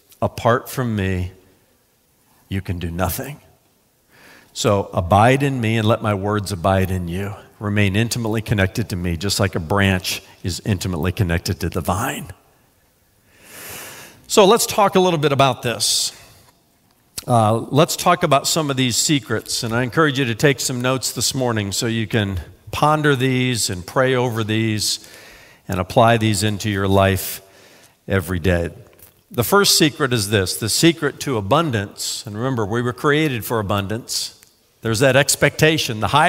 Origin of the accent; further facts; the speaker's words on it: United States; I'm an American